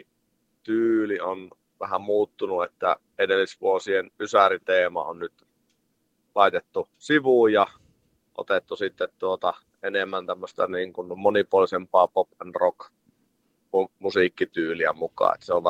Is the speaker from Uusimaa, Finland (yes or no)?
no; Iisalmi, North Savo, Finland; moved away; olen Iisalmesta kotoisin ja mun vanhemmat asuu edelleen siellä